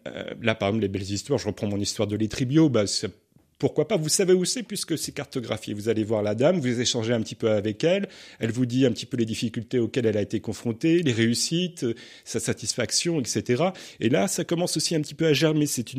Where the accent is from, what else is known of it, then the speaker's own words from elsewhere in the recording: Brittany, France; moved away as an adult; now in Nancy, France; moi je ne suis pas lorrain ni alsacien là-bas, je suis breton, nul n'est parfait, mais je me suis rendu compte quand je suis arrivé à Nancy il y a quelques années